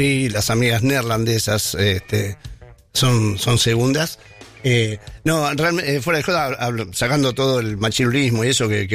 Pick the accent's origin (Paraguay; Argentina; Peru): Argentina